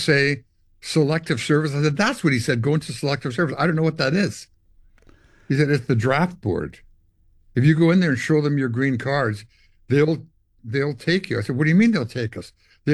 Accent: Winnipeg, Manitoba, Canada; Well, Winnipeg's in the middle of nowhere. It's 500, 800 miles down to Minneapolis. There's nothing there. So you grow up in the middle of nowhere.

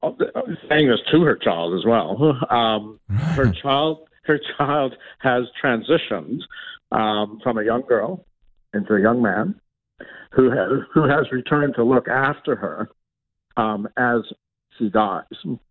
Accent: Toronto, Ontario, Canada; my hometown of Toronto.

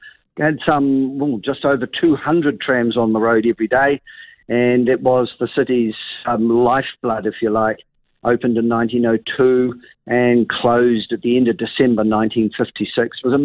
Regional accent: Auckland, New Zealand; when I was 15. I grew up in Auckland when it had trolley buses.

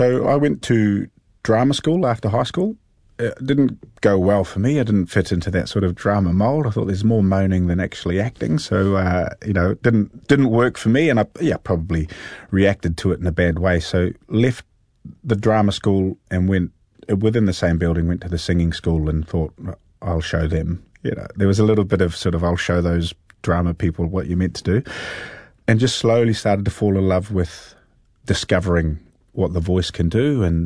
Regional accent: Hastings, Hawke's Bay, New Zealand; I grew up in Hastings.

